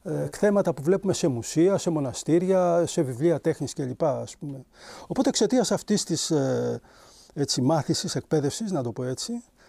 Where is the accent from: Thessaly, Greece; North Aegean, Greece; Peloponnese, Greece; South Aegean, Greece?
Peloponnese, Greece; Kotronas; Εγώ είμαι από εδώ, γεννήθηκα στον Κότρονα. Δεν έχω γεννηθεί σε αυτό το σπίτι. Αυτό ήταν παππουδικό και προέκυψε σε μένα.